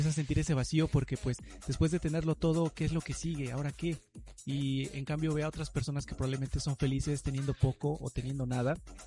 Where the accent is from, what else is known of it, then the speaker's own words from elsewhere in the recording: Mexico; uno como mexicano